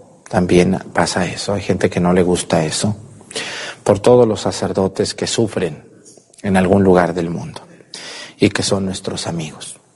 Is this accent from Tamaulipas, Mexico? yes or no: no; Jalisco, Mexico; yo también tengo muchos familiares en Coahuila que de mi tierra, Jalisco, migraron a Saltillo.